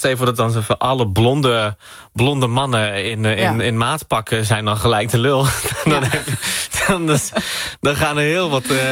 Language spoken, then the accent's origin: Dutch; Netherlands; Toen denk ik, ja, maar ik ben ook Marokkaans.